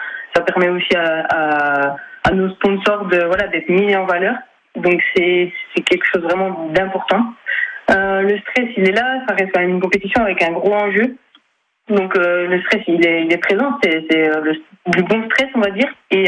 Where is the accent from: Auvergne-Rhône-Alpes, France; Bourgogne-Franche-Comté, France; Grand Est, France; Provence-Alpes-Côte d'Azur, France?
Bourgogne-Franche-Comté, France; Morteau; born or raised there